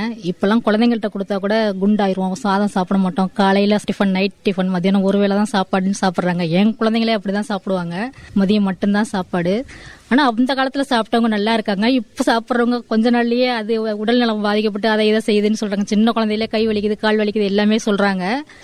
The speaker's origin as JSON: {"language": "Tamil", "region": "Tamil Nadu", "country": "India", "tie": "born there", "said": "திருப்பரமியத்துல வசிக்கிறேன். இங்கதான் நான் பிறந்தேன், இதே ஊர்ல தான் கல்யாணம் பண்ணிட்டு வாழ்ந்துட்டு இருக்கிறேன்."}